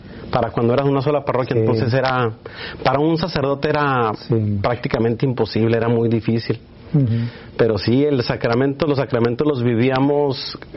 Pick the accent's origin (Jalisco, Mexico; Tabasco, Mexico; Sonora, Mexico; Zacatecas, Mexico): Sonora, Mexico; El Yaqui; Entonces imagínense cuando llegan a mi pueblo, el Yaqui se llama. Llegan al pueblo y pues la persona que iba atrás toda polveada. No había carretera hidráulica.